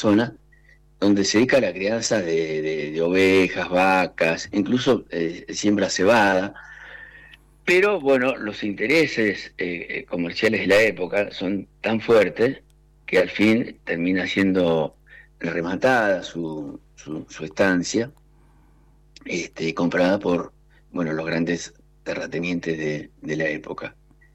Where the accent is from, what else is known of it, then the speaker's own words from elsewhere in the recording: Patagonia, Argentina; como buen patagónico tenemos lazos afectivos, históricos y familiares